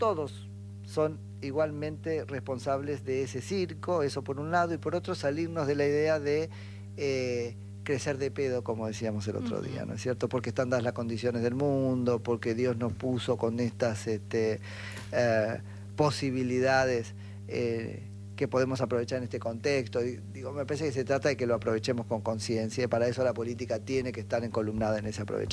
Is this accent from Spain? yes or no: no; Argentina; lo que los argentinos hacíamos con ella durante el día